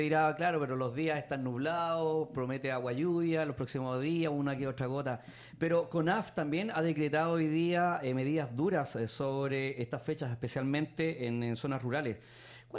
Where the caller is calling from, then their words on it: Santiago, Santiago Metropolitan Region, Chile; solamente soy un turista de Santiago que vengo a recorrer mi país